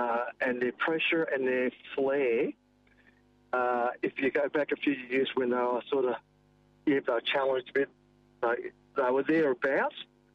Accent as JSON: {"language": "English", "town": "Fremantle", "region": "Western Australia", "country": "Australia", "tie": "born or raised there", "said": "a lot of people over here don't like me that much because I grew up in Fremantle."}